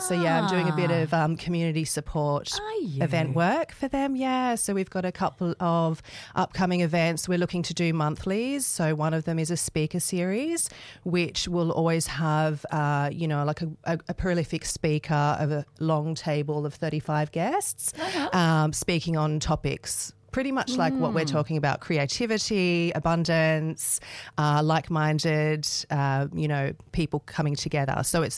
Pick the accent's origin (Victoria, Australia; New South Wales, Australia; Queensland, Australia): New South Wales, Australia; Sydney; now in Northern Rivers, Australia; I am a local now. I'm originally from Sydney, but I have moved to the Northern Rivers about the end of last year.